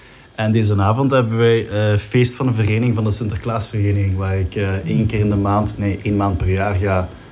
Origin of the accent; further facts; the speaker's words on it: Genk, Flanders, Belgium; moved away as an adult; now in Hasselt, Belgium; Genk geboren getogen. Maar je woont wel in Hasselt. Maar als ze mij vragen van waar zijt je, dan zeg ik Genk, want daar is het grootste stuk van mijn leven heeft daar plaatsgevonden.